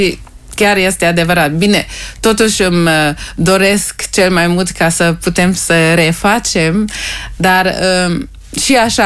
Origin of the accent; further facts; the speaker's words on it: Germany; also born or lived in Timișoara, Romania; am crescut mai mult în Germania, că eu am plecat când aveam 5 ani.